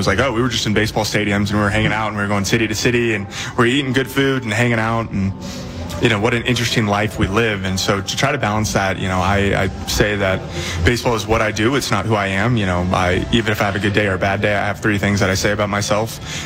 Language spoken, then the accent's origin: English; Seattle, Washington, United States; born there; moved away; And so it'll be my first time playing against my hometown team. And so I grew up being a Mariners fan.